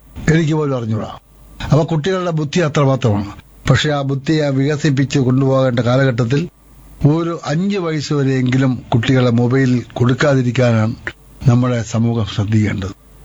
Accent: Vellanad, Kerala, India

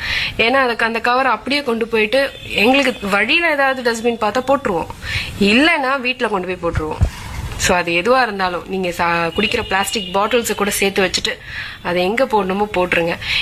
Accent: Chennai, Tamil Nadu, India; நான் ஒரு மலையாளியா இருந்தாலும் பிறந்து வளர்ந்தது எல்லாமே சென்னை தான்.

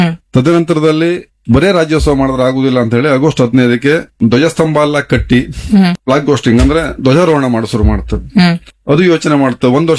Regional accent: Kota, Karnataka, India; ನಮ್ಮ ಊರಲ್ಲಿ ಬಂದಲ್ಲಿ ಹಳ್ಳಿ, ನಮ್ಮ ಕೋಟ ಅನ್ನೋದು ಒಂದು ಹಳ್ಳಿ ಪರಿಸರ.

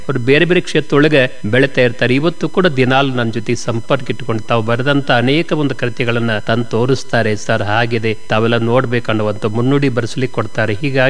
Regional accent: Mutnal, Karnataka, India; ನಮ್ಮೂರು ಬೆಳಗಾವಿ ತಾಲೂಕಿನ ನೀರ್ ಬಹಳ ಹತ್ತಿರ ಇರುವಂತ ಮುತ್ನಾಳ ಅಂತ ಒಂದು ಊರು. ಮುತ್ನಾಳ ಊರನ್ನೇ ಬಹಳ ವಿಶೇಷವಾದಂತಿ ಮಲೆನಾಡಿನ ಸೆರಗು, ಭತ್ತದ ಗದ್ದೆಗಳು ಬಹಳಷ್ಟು. ಸುಮಾರು ಮಳೆ ಅಂತೂ ಮೂರ್ನಾಲ್ಕು ತಿಂಗಳು ಸತತವಾಗಿ ಮಳೆ ಬರ್ತಾ ಇತ್ತು.

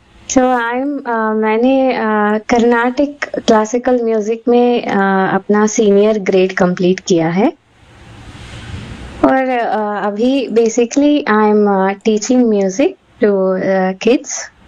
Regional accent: Bangalore, Karnataka, India; मैं बैंगलोर से हूँ, born and brought up in Bangalore. Actually I belong to a linguistic family. Mummy Andhra Pradesh से है और पापा महाराष्ट्र से है

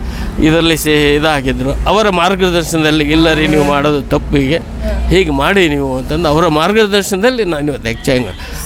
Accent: Mundargi, Karnataka, India; now in Shivamogga, India; ನಮ್ದು ಹುಟ್ಟೂರು ಮುಂಡ್ರಿಗೆ.

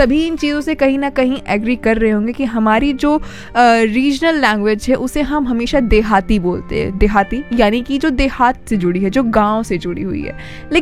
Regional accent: Gonda, Uttar Pradesh, India; हम सब हैं उत्तर प्रदेश से, और उत्तर प्रदेश में अभी गोंडा से हैं

